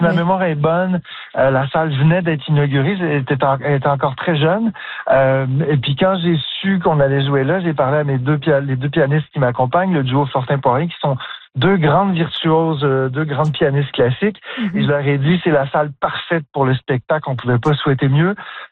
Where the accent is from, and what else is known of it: Ottawa, Ontario, Canada; born or raised there